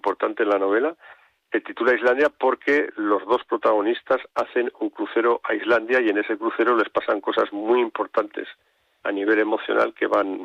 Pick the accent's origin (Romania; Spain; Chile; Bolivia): Spain; Barbastro, Aragon; born there; Yo nací en Barbastro, en la provincia de Huesca, soy aragonés